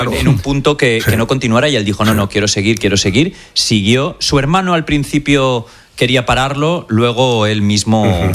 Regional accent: Valencian Community, Spain; Yo tengo que decir, como valenciano que soy

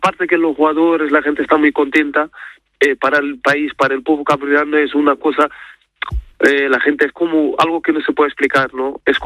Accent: Portugal; born there; Spanish is a second language; Yo nací en Portugal, pero mi familia toda es de Cabo Verde. Y siempre ha estado ligado con la cultura caboverdiana, tanto con la música, la comida y todo.

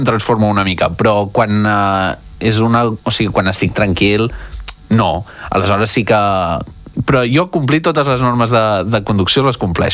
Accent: Igualada, Catalonia, Spain; jo soc d'Igualada i Igualada no és una ciutat tan gran com Barcelona

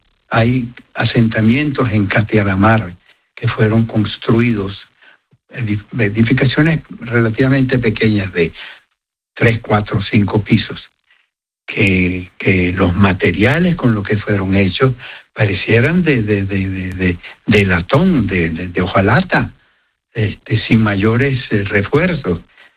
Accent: Venezuela; moved away

